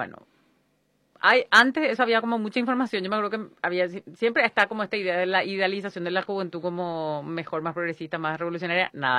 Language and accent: Spanish; Paraguay; siempre decimos como paraguayo y paraguaya